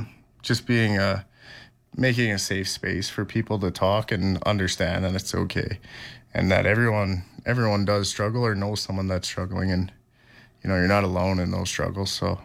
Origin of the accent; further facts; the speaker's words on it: Dryden, Ontario, Canada; Well, so right now it's Dryden, Ontario, which is my hometown